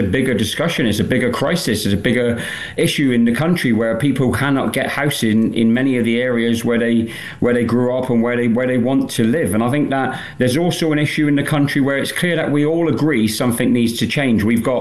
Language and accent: English; Plymouth, South West England, United Kingdom; I'm from Plymouth, which is in the southwest, right on the cusp of Cornwall.